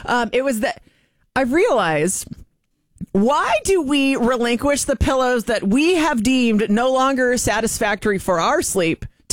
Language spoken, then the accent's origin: English; Kansas City, Missouri, United States; So I went back to Kansas City, my hometown, so stayed with family.